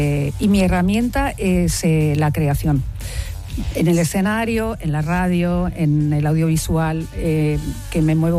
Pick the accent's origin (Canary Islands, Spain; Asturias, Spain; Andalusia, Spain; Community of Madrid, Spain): Community of Madrid, Spain; Madrid; No, soy de Madrid.